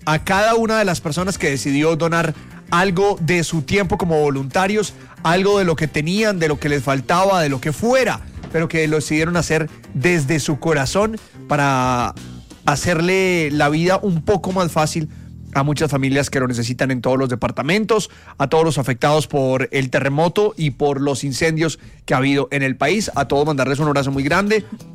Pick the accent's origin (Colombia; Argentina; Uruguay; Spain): Colombia; pues yo creo que es la felicidad que sentimos como colombianos, o el orgullo que sentimos como colombianos